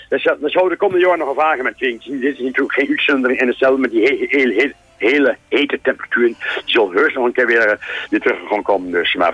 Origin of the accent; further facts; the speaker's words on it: Netherlands; als Nederlanders